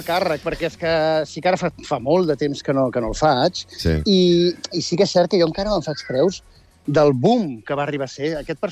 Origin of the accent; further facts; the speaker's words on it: Premià de Mar, Catalonia, Spain; Enguany estic al meu poble, Premià de Mar.